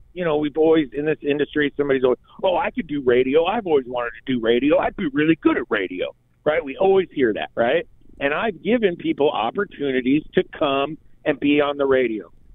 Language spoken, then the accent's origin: English; Los Angeles, California, United States; born there; that's where my family was in L.A., surrounded by Hispanics.